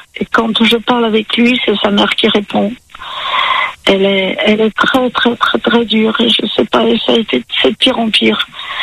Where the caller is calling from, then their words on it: Paris, Île-de-France, France; Voilà, donc moi j'habite à Paris.